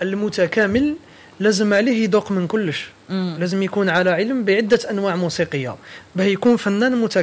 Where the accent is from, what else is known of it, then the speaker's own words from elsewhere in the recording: Constantine, Constantine Province, Algeria; المالوف عنده معزه في قلبي من الصغر لانه تربينا عليه وكبرنا باللي هذا هو الهويه الثقافيه لمدينتي القسنطينه العزيزه عليا